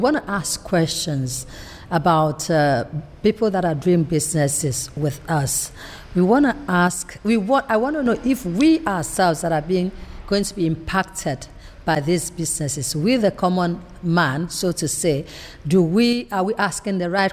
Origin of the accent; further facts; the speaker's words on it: Nigeria; I even say Nigeria because I'm Nigerian.